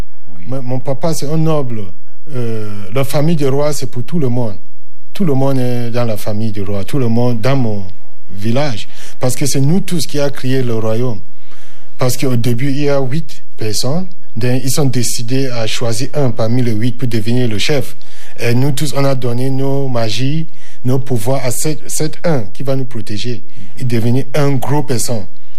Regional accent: Mankon, Northwest Region, Cameroon; Moi je suis un de Mankon. Ça, c'est le genre qui sont restés, des Camerounais maintenant, des Bantous du Cameroun.

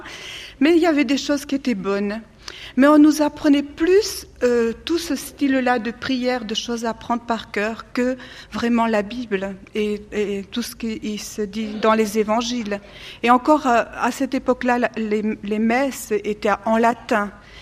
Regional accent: France; Je viens de la France. J'ai été élevée dans une famille très formidable, très unie, avec des parents aimants.

